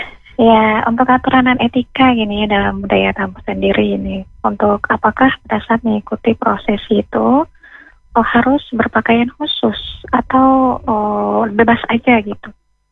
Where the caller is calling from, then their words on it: Maluku, Indonesia; Iya, saya dari Maluku Tengah, timurnya Desia.